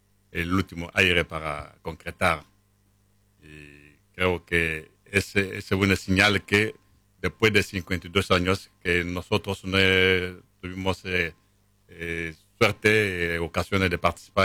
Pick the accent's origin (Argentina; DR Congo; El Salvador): DR Congo; central Congo; Y yo soy del centro de Congo.